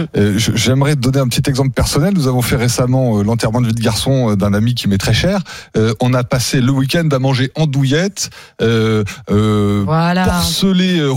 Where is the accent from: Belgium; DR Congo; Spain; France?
France; on mange pas des burgers, nous on est français